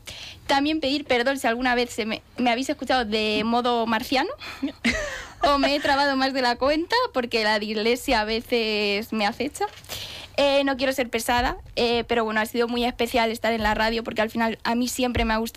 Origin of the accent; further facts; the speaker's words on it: Pétrola, Castilla-La Mancha, Spain; también a todos mis vecinos de mi pueblo de Pétrola, que alguna noche me han dicho, te escuchan en la radio, eres tú.